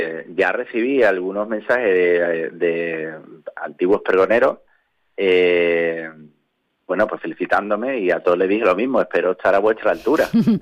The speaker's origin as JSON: {"language": "Spanish", "town": "Algeciras", "region": "Andalusia", "country": "Spain", "tie": "born or raised there", "said": "el pregón de la Semana Santa de mi pueblo, que sabes que para mí Algeciras es algo que llevo dentro, soy un algecireño absolutamente enamorado de su tierra"}